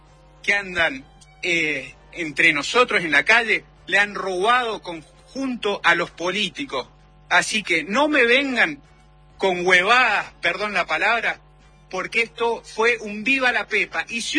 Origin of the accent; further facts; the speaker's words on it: Argentina; lo más grande que tenemos como argentinos, la ilusión.